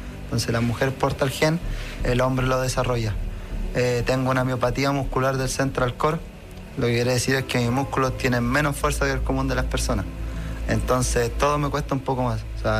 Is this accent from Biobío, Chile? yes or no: no; Puente Alto, Santiago Metropolitan Region, Chile; also born or lived in Providencia; siempre he vivido en Puente Alto.